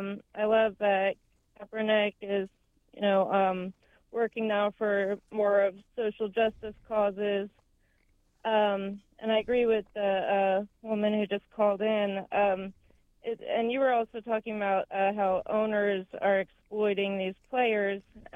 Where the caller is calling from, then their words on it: Maryland, United States; I'm calling from Maryland.